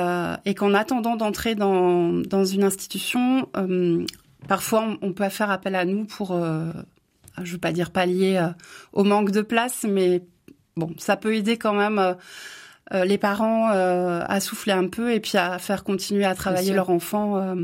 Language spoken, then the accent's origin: French; Brest, Brittany, France; moved away as an adult; now in Charente, France; c'est un prénom breton, parce que je viens de Brest. Je suis arrivée il y a une vingtaine d'années en Charente